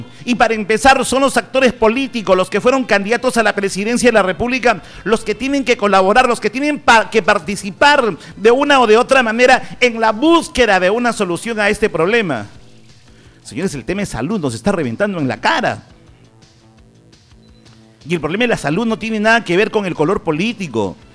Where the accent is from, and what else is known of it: Peru